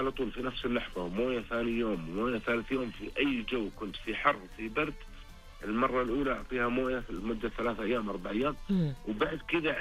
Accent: Saudi Arabia; احنا كسعوديين

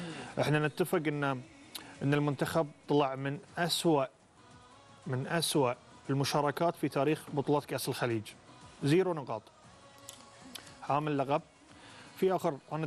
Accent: Bahrain; عندنا في البحرين

